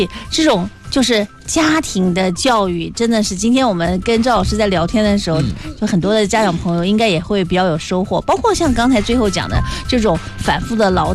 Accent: Nanjing, Jiangsu, China; accent: Nanjing dialect; 就是我们南京话讲，到最后都讲皮的了。

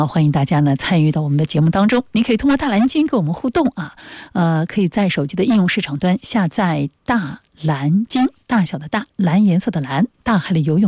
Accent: China; 我们中国人经常会说趁热吃啊

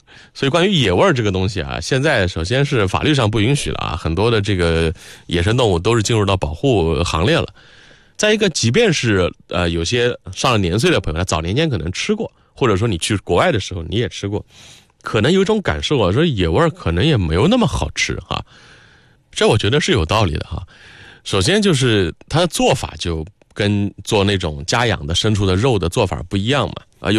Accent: Yangzhou, Jiangsu, China; accent: Yangzhou dialect; 我们扬州话讲屋子

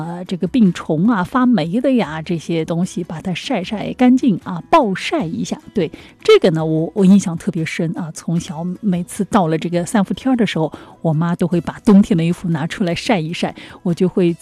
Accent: Jiangsu, China; 我们江苏有什么样的习俗啊

